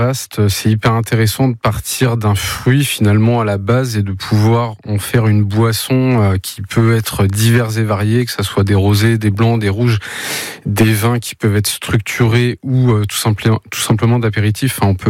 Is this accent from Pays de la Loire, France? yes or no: yes; Andouillé, Pays de la Loire, France; Alors moi, ma famille est originaire d'Andouillé, Chaillan, voilà, qui était agriculteur dans ce coin-là. Donc j'ai grandi dans cette zone en Mayenne.